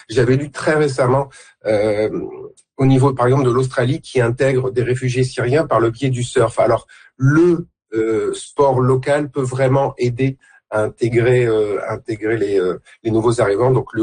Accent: France; now in Canada; moi, en tant que Français

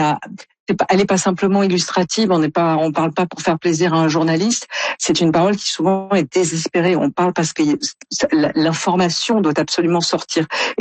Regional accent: France; quand on est Canadien ou comme moi français

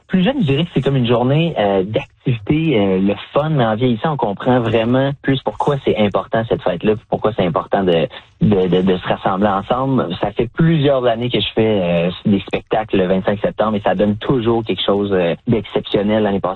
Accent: Ontario, Canada; en tant que franco-ontarien

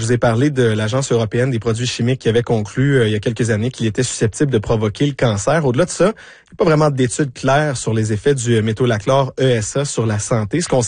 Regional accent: Quebec, Canada; chez nous au Québec.

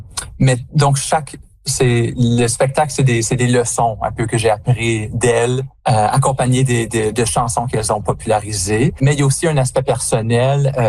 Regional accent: Canada; en tant que Français-Canadien

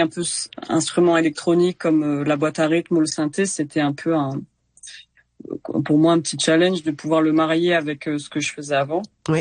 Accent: Ramatuelle, Provence-Alpes-Côte d'Azur, France; Ben, en fait, j'ai un lien assez fort avec Ramatuelle, donc là où j'ai grandi

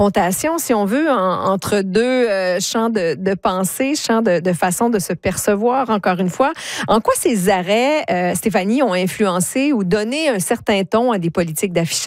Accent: New Brunswick, Canada; ici chez nous au Nouveau-Brunswick

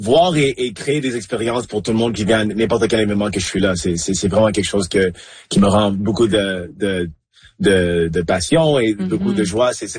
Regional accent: Montreal, Quebec, Canada; now in Winnipeg, Canada; j'ai grandi à Montréal, à La Salle, au sud de l'île. J'habitais là jusqu'à l'année 2006 quand j'ai déménagé ici à Winnipeg en 2006 avec mon père. Mais ouais, je suis allé à l'école francophone toute ma vie. C'était la première fois quand j'ai arrivé à Winnipeg que j'étais en école complètement anglophone.

